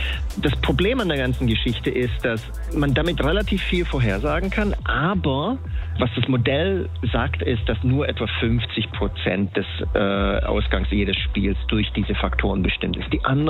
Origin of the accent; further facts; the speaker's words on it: Germany; als Deutscher